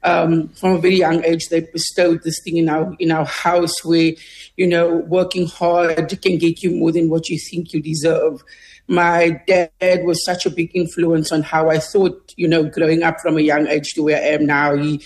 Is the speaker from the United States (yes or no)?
no; Cape Town, Western Cape, South Africa; growing up in Mitchells Plain really shaped me in a lot of ways.